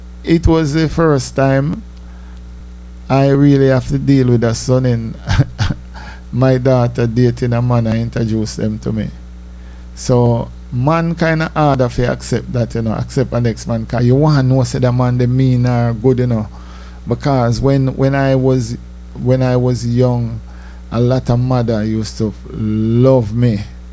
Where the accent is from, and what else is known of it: Jamaica; moved away; also born or lived in White Plains